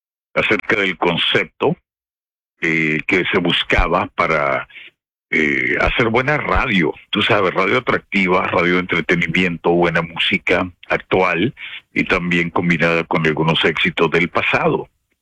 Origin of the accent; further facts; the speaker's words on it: Piedras Negras, Coahuila, Mexico; now in United States; cuando estaba en México, en la frontera, en Piedras Negras, de donde yo vengo, Se escuchaba música tejana.